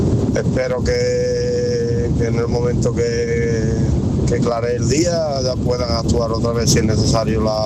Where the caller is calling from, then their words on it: San Bartolomé de la Torre, Andalusia, Spain; soy … de San Bartolomé de la Torre